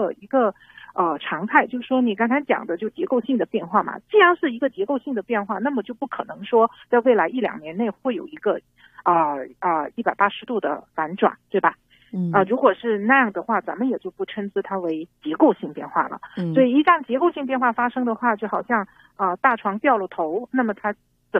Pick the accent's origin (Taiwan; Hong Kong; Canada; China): Canada; I'm fine， 就是我加拿大人可以接受